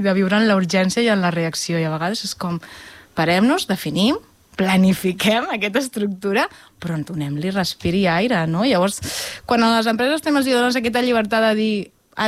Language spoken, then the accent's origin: Catalan; La Selva del Camp, Catalonia, Spain; also born or lived in Reus; Jo vaig néixer a Reus, tot i que amb 6 anys vaig anar a viure en un poble que es diu La Selva del Camp, per tant em considero salvatana. M'he casat amb un salvatà, els meus fills són salvatans, no?